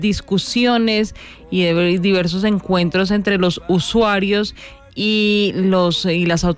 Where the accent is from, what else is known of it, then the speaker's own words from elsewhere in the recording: Bogotá, Bogotá Capital District, Colombia; como colombianos y como bogotanos